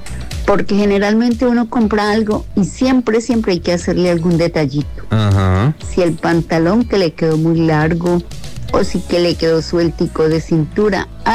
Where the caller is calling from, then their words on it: Cartago, Valle del Cauca, Colombia; Los escucho desde Cartago, de la urbanización La Arboleda.